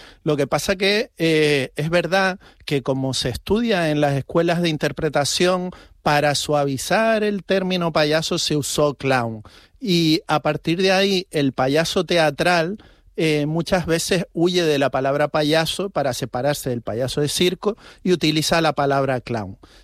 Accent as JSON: {"language": "Spanish", "region": "Canary Islands", "country": "Spain", "said": "quiero que esto no se lo pierda la gente ahí en Canarias. Entonces, vamos a ver si puedo traer esto a de donde yo soy."}